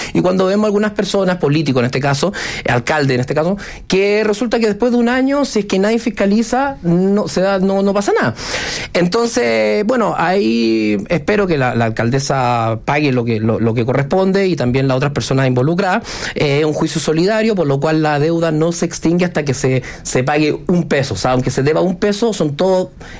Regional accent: Chile; los chilenos hemos tenido que poner la mano en el bolsillo

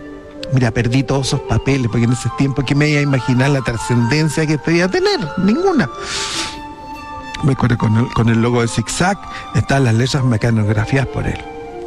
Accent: Iquique, Tarapacá, Chile; Yo había leído Inostroza cuando era chico en Iquique, de haber tenido 9 años, 10 años, leí El combate naval de Iquique, se me caían las lágrimas.

